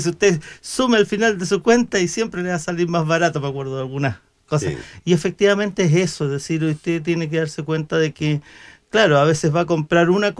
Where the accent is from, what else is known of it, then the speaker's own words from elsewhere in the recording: Panguipulli, Los Ríos, Chile; somos de Panguipulli, hemos vivido toda la vida acá